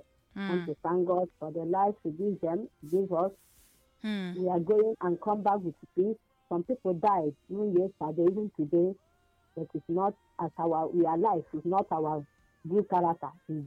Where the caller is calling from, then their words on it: Enugu State, Nigeria; from Ugwaji.